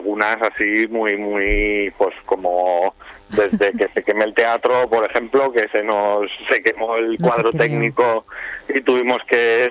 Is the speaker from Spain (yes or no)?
yes; Valencia, Valencian Community, Spain; Yo soy de Valencia, ahí también tenemos funciones fijas una vez al mes.